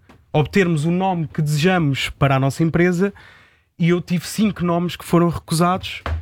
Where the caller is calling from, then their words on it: Leiria District, Centro, Portugal; Eu vivo perto da Nazaré. Sou do distrito de Leiria, sim.